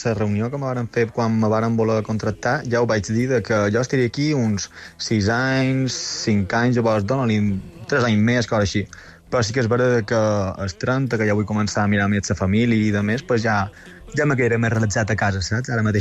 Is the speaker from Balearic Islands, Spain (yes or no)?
yes; Inca, Balearic Islands, Spain; Jo soc d'Inca, Inquero.